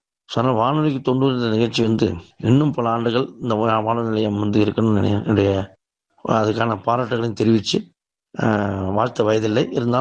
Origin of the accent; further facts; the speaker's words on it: Mailam, Tamil Nadu, India; என்னோட சொந்த ஊர் பார்த்தீங்கன்னா விழுப்புரம் மாவட்டம் மயிலம் என்ற ஊர் தான் என்னுடைய சொந்த ஊர்.